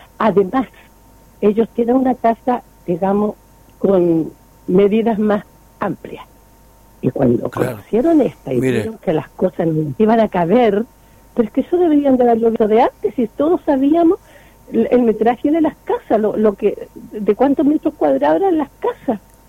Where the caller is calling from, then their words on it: Campanario, Chile; Tengo 82 años, vivo en Campanario.